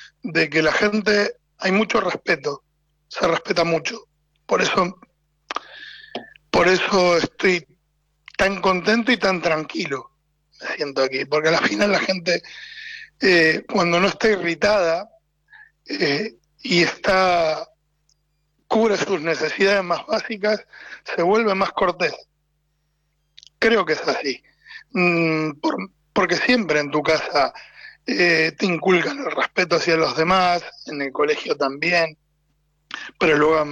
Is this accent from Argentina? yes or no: yes; Rosario, Santa Fe, Argentina; moved away; Y santafesino.